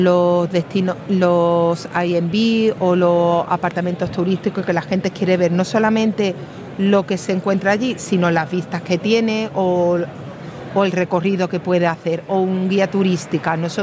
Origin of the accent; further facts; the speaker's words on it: Málaga, Andalusia, Spain; pongo ejemplos de Málaga porque no sé si se notará por el acento que soy de Málaga.